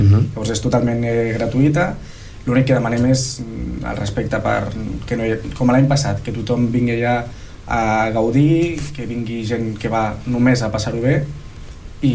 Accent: Tordera, Catalonia, Spain

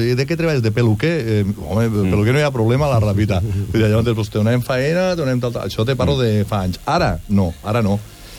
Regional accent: Catalonia, Spain; jo no considero Tarragona territori nostre, nosaltres som les Terres de l'Ebre

